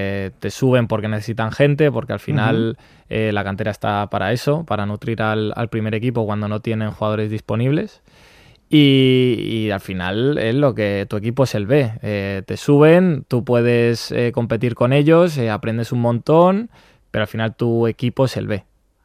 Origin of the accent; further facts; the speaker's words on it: Madrid, Community of Madrid, Spain; now in Alicante, Spain; yo soy de Madrid centro, pero el Leganés también me pillaba cerca de casa, uh-huh. Porque soy del centro, pero un poco hacia el sur.